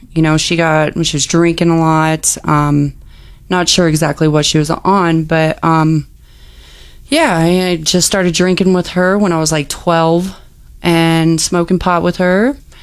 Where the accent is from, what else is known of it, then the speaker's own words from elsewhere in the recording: Arvada, Colorado, United States; also born or lived in Denver; And I grew up in Arvada with my grandmother.